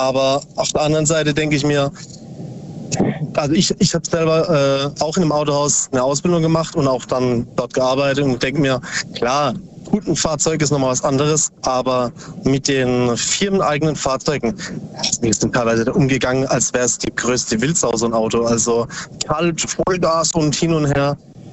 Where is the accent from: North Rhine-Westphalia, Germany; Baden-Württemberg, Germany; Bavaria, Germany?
Baden-Württemberg, Germany; Bruchsal; Aus Ubstadt Weiher, nee, Bruchsal.